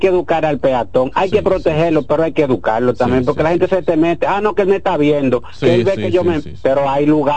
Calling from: Dominican Republic

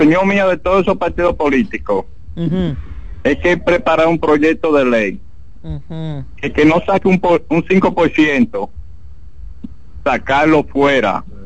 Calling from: Cotuí, Sánchez Ramírez, Dominican Republic; Buenas tardes, de Cotuí.

